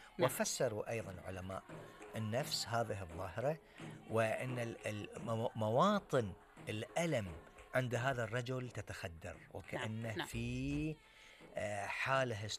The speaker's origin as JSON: {"language": "Arabic", "country": "Bahrain", "said": "عندنا في البحرين"}